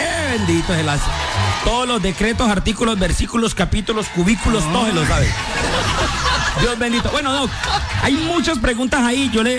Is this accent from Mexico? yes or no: no; Venezuela; now in Colombia; Le pregunto porque soy de Venezuela y tengo permiso de permanencia.